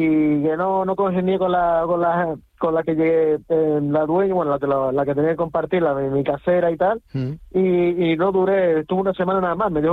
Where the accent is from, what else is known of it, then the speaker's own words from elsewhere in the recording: Canary Islands, Spain; moved away as an adult; now in Berlin, Germany; soy de Gran Canaria.